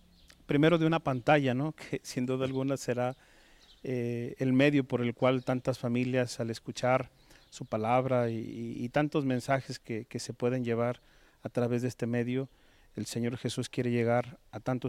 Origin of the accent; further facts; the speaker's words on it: León, Guanajuato, Mexico; also born or lived in Lagos de Moreno; pero por azares del destino yo nací allá, crecí en León, Guanajuato, y ya más adelante nos trasladamos a vivir toda la familia a Lagos de Moreno